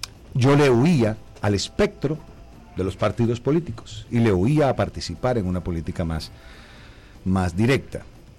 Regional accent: Barranquilla, Atlántico, Colombia; Yo vengo de la pobreza extrema. Yo nací en un barrio de Barranquilla que se llama el barrio San Roque.

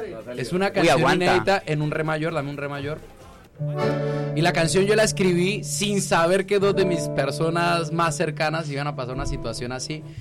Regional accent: Llanos Orientales, Colombia; El llano es una tierra preciosa donde habemos talentos

